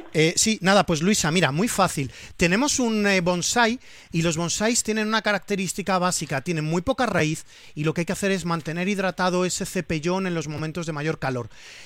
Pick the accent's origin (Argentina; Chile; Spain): Spain; Valencian Community